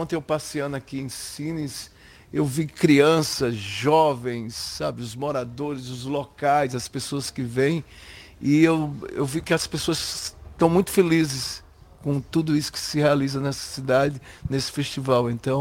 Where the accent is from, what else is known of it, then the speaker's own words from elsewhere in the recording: Brazil; a minha função como brasileiro representando o Brasil